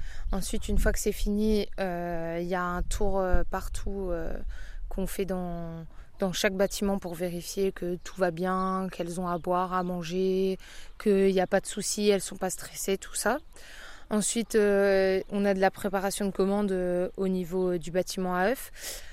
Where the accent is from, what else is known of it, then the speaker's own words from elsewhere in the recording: France; on est français